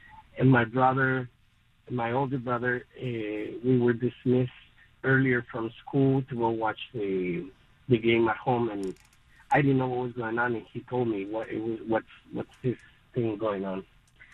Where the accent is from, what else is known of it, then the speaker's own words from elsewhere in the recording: Guatemala; English is a second language; moved away; I'm from Guatemala. I grew up playing soccer.